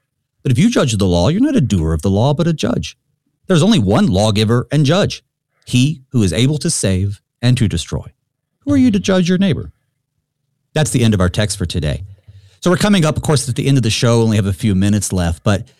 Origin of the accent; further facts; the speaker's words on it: the South, United States; I'm from the South.